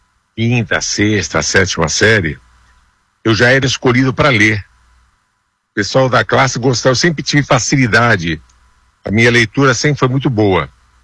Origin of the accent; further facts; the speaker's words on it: Santos, São Paulo, Brazil; now in São Paulo, Brazil; eu nasci em Santos, que para quem não é aqui do estado, Santos é uma cidade que fica a 70 quilômetros de São Paulo. E eu fui nascido e criado lá